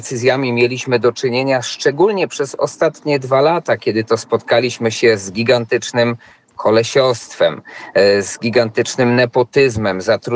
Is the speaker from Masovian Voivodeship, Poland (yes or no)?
no; Kraków, Lesser Poland, Poland; przede wszystkim jestem Krakusem, jestem krakowianinem z krwi i kości, który od lat obserwuje to, co dzieje się na krakowskim podwórku